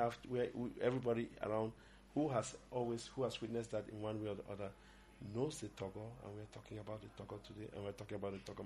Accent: Cameroon; I'm from Cameroon, Abidjan

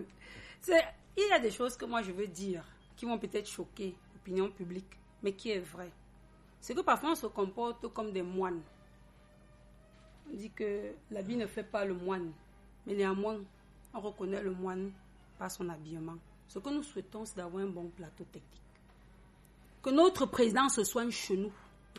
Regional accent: Cameroon; en tant que Camerounaise.

